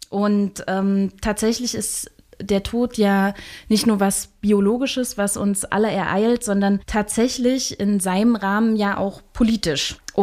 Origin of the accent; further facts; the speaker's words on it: Thuringia, Germany; Also gerade dort, wo ich herkomme, aus Thüringen